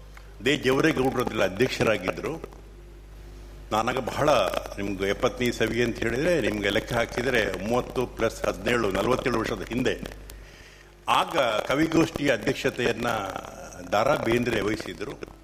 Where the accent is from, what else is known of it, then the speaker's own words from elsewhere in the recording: Puttur, Karnataka, India; ನಾನು ಹುಟ್ಟಿದ್ದು ಪುತ್ತೂರಿನ ಬಳಿಯ ಪುಣಿಚ ಎನ್ನುವ ಗ್ರಾಮದಲ್ಲಿ.